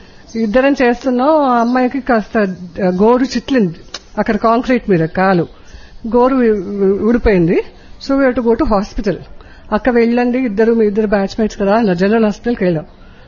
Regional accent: Hyderabad, Telangana, India; నేను హైదరాబాద్ నుండి వచ్చాను.

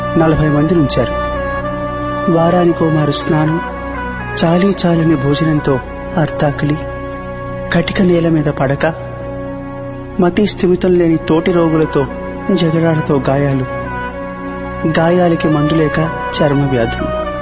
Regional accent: Bhimavaram, Andhra Pradesh, India; మాది భీమవరం.

